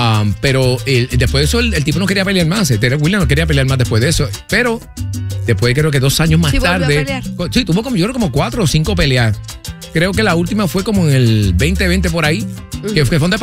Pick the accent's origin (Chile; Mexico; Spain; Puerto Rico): Puerto Rico; yo como puertorriqueño.